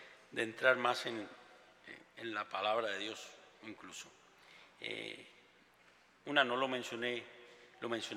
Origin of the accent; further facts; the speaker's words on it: Havana, Cuba; Cuando era muchacho, yo nací en La Habana, nos propusimos, vivíamos, trabajábamos, íbamos al Corazón de María, está en la calzada del cerro